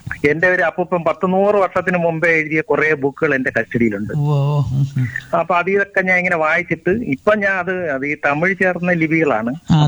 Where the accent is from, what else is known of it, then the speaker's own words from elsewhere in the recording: Vellanad, Kerala, India; ഞാൻ ഇവിടെ കരുണാസായി അടുത്ത് തന്നെ സാർ, വള്ളനാട് തന്നെ.